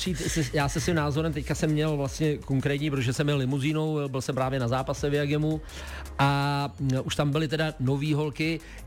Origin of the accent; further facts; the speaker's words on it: Liberec, Liberec Region, Czechia; My tomu říkáme u nás na severu, já jsem z Liberce, u nás na severu tomu říkáme, že to je cufíl.